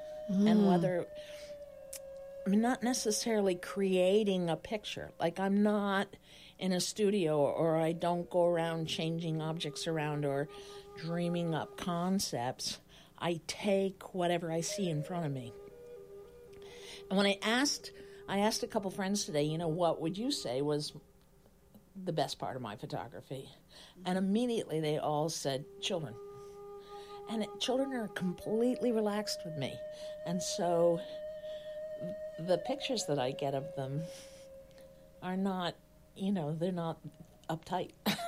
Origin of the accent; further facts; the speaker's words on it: Wilton, Connecticut, United States; moved away as an adult; now in Greenfield, United States; But I've been here a long time. I'm from Wilton, Connecticut.